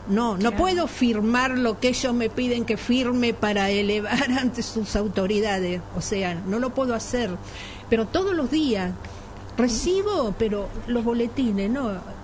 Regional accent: Argentina; yo no soy una ciudadana estadounidense. Yo soy una ciudadana argentina.

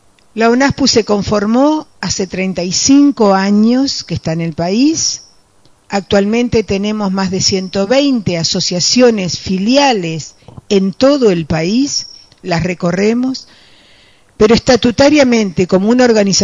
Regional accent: Montevideo, Uruguay; born there; soy hija de un obrero, de un trabajador, que se vino del departamento 33 con un par de zapatillas abajo de su brazo, porque mi abuelo había fallecido y bueno, tuvieron que venirse a Montevideo a trabajar.

